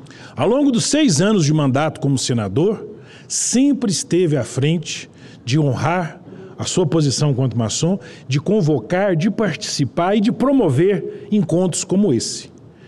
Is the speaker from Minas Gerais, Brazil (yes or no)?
yes; Araxá, Minas Gerais, Brazil; born there; also born or lived in Paracatu; Eu precisei migrar de uma cidade para outra, nasci em Araxá, fui morar em Paracatu.